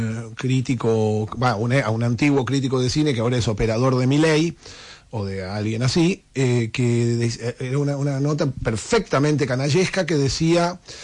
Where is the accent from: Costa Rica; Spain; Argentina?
Argentina